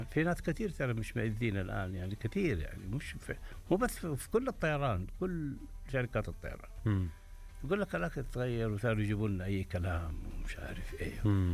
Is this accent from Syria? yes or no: no; Hejaz, Saudi Arabia; احنا عندنا في الحجاز